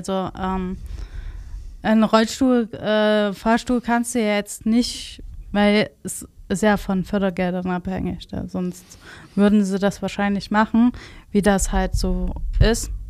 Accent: Leipzig, Saxony, Germany; Ja, ich bin in Grünau aufgewachsen

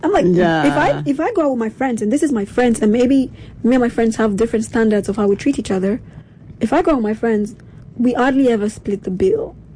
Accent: Nigeria; now in Germany; There's still a lot of things to learn as a Nigerian living in Germany, because the culture shocks are so different.

